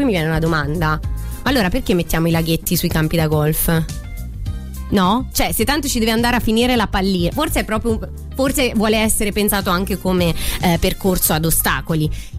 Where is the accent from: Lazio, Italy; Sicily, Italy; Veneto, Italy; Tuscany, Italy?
Tuscany, Italy; Sansepolcro; moved away; Borgo Santo Sepolcro, ok? Quindi il mio paesino di origine